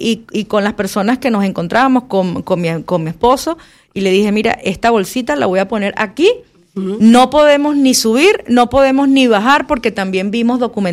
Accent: Venezuela; moved away; como venezolanas tenemos ese trauma que pasó hace poco

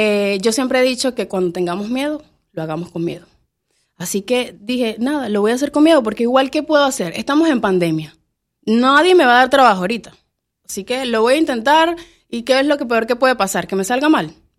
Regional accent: Venezuela; moved away as an adult; yo soy de Venezuela. Llegué aquí

